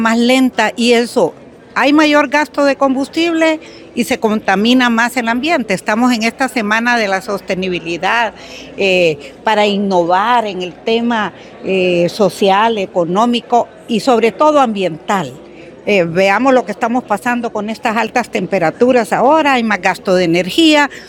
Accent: Honduras; nosotros como hondureños, los ciudadanos

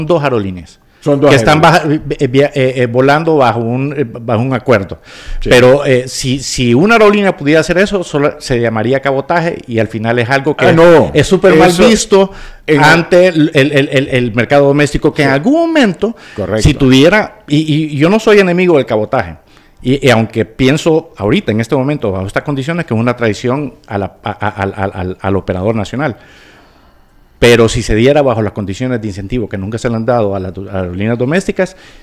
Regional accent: Honduras; Créanme que si nosotros no hubiéramos sentado sin ninguna voluntad como hondureños para poder hacer las cosas, nada hubiera pasado.

